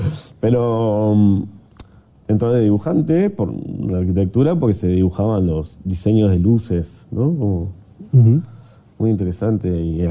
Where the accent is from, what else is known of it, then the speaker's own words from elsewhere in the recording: Montevideo, Uruguay; yo soy uruguayo